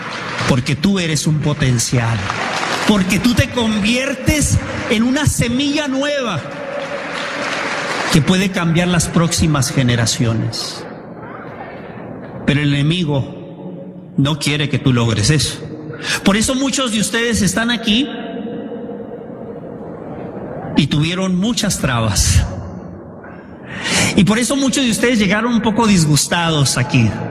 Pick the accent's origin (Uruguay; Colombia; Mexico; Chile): Mexico; Tijuana, Baja California; born there; Nací en Tijuana.